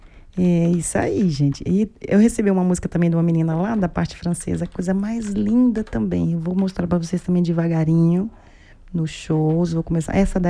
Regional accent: Brazil; Somos brasileiros aqui.

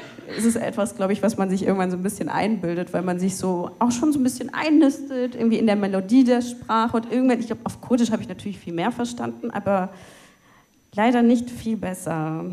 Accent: Cologne, North Rhine-Westphalia, Germany; ich will irgendwie dem Ort, wo ich aufgewachsen bin, also konkret dem Viertel Köln-Kalk, was zurückgeben.

